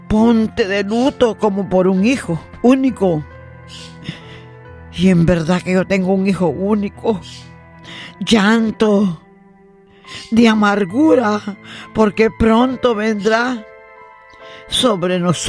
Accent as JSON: {"language": "Spanish", "country": "El Salvador", "said": "de mi país, El Salvador"}